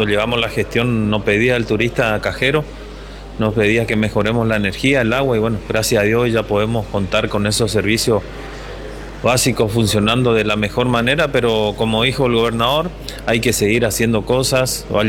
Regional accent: Loreto, Argentina

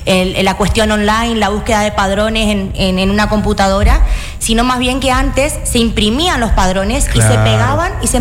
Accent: General San Martín, Chaco, Argentina; Yo soy nacida en General San Martín, terminamos la secundaria, siempre cuento, tengo una hermana melliza, por eso hablo en plural. Terminamos la escuela secundaria y vinimos a vivir a Resistencia.

